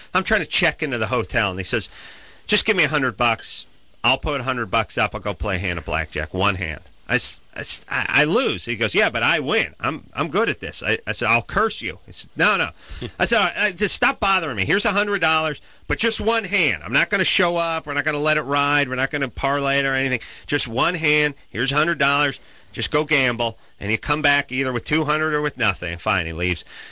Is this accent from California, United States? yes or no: yes; California, United States; I'm from Southern California.